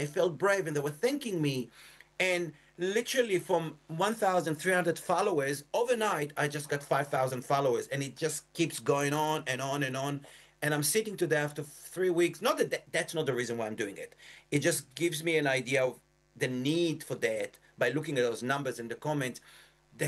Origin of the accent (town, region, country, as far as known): Yad Mordechai, Southern District, Israel; born or raised there